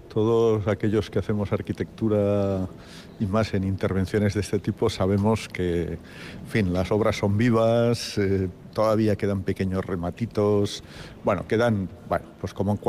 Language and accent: Spanish; Navarre, Spain; also born or lived in Catalonia; Yo soy catalán, aunque recriado en Navarra y por lo tanto, pues ya navarro.